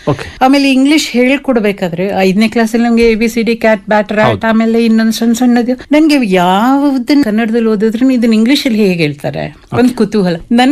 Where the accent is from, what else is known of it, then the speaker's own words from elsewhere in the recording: Kodlipet, Karnataka, India; moved away; also born or lived in Mysore; ನಾನು ಚಿಕ್ಕನಲ್ಲಿ ಬೆಳೆದಿದ್ದು ಕೊಡ್ಲಿಪೇಟೆನಲ್ಲಿ, ಅಲ್ಲಿ ನಾನು ಕನ್ನಡ ಮೀಡಿಯಂ ಅಲ್ಲೇ ಇದ್ದಿದ್ದು.